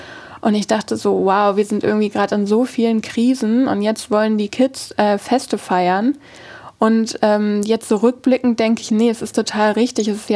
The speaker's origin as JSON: {"language": "German", "region": "Hamburg", "country": "Germany", "tie": "born or raised there"}